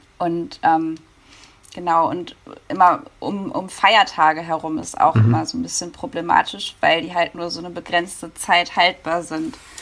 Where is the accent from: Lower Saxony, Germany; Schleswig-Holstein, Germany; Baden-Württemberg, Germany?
Lower Saxony, Germany; Hanover; Nee, ich komme eigentlich aus Hannover.